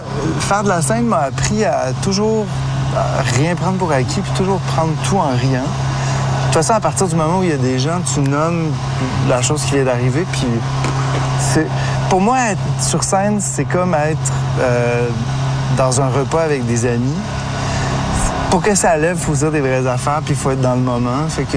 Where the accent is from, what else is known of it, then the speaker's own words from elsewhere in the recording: Chicoutimi, Quebec, Canada; Mais j'ai des souvenirs merveilleux, surtout de mon enfance, mon adolescence au Saguenay-Lac-Saint-Jean.